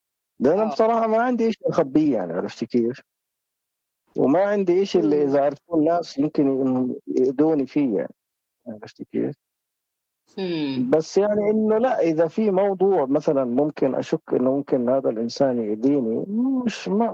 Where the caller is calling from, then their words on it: Jordan; عندنا بالأردن